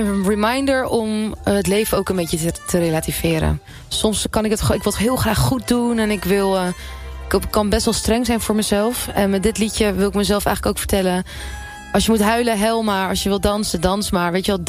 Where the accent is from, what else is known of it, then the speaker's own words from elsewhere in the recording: Denmark; first language Danish; Dutch is a second language; now in Netherlands; Ik merk dat ik eigenlijk ook gewoon mijn moedertaal nu mis en mijn land.